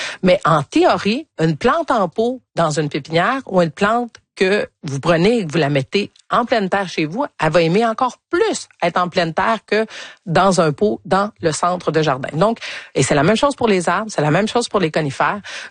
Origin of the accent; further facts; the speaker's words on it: Quebec, Canada; je viens encore une fois de l'Estrie